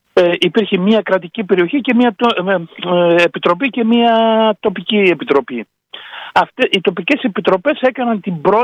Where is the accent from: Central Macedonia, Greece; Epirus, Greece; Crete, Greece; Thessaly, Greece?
Epirus, Greece; Agios Spyridonas; εμείς στο Ιμάμ Τσαούς, το χωριό μου δηλαδή